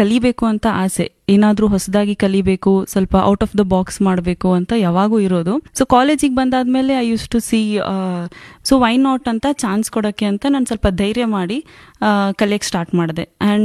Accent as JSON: {"language": "Kannada", "town": "Hubballi", "region": "Karnataka", "country": "India", "tie": "born or raised there", "said": "ನಾನು ಹುಬ್ಬಳ್ಳಿಯಿಂದ ಬಂದಿದ್ದೀನಿ. ನಾನು ಹುಟ್ಟಿ ಬೆಳೆದಿದ್ದೆಲ್ಲ ಹುಬ್ಬಳ್ಳಿಯಲ್ಲೇ, ನಂದು ಎಜುಕೇಷನ್ ಕೂಡ ಹುಬ್ಬಳ್ಳಿಯಲ್ಲೇ ಆಗಿದೆ."}